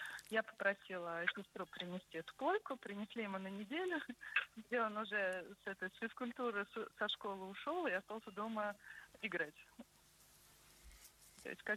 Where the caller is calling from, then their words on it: Moscow, Russia; из Москвы.